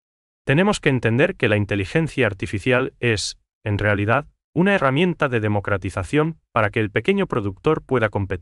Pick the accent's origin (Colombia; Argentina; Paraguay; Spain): Paraguay; la calidad del producto y ese trato cercano que nos caracteriza como paraguayos.